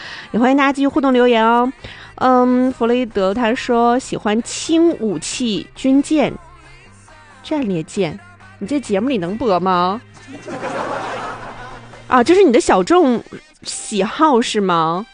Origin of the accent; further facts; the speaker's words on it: Northeast China, China; 咱们东北人普通话不都挺标准的吗？